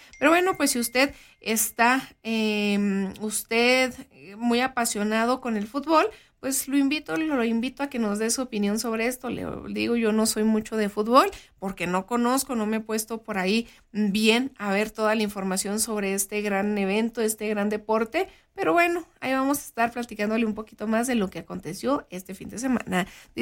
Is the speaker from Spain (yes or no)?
no; Mexico; Somos mexicanos y nunca perdemos realmente. Somos mexicanos con de muchísimo orgullo